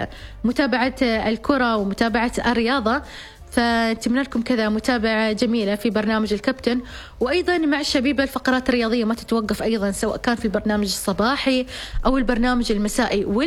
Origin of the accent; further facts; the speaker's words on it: Oman; نحن العمانيين والإماراتيين اللي نقول حادر وساند